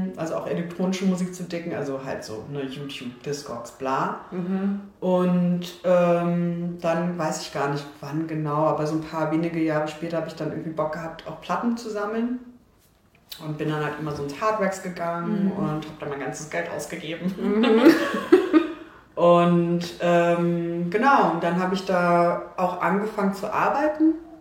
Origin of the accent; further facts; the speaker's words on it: Berlin, Germany; Ich meine, so als Berlinerin ist man halt nur von DJs umgeben